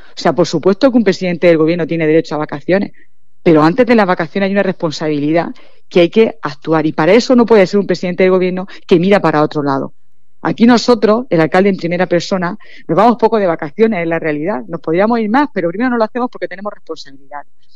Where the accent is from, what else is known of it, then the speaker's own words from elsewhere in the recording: Ceuta, Spain; Yo soy ciudadano de Ceuta y yo lo pasaría mal viendo lo que me está pasando.